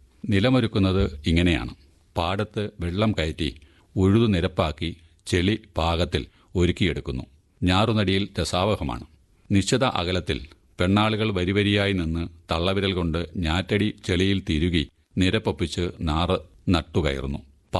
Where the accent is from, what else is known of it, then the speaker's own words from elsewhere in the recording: Vallikkavu, Kerala, India; ഞാൻ ജനിച്ച ആ ഗ്രാമത്തെ ഇന്നും ഞാൻ പിന്തുടരുന്നു ദിനംപ്രതി.